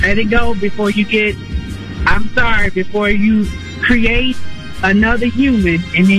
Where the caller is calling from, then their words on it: Minnetonka, Minnesota, United States; I'm calling from Minnetonka.